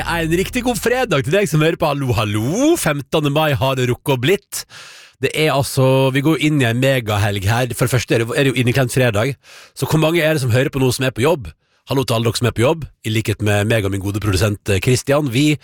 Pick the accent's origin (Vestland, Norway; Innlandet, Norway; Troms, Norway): Vestland, Norway; Førde; Da jeg vokste opp i Førde, så var først 17. mai var først barnas dag, og kjempestemning og is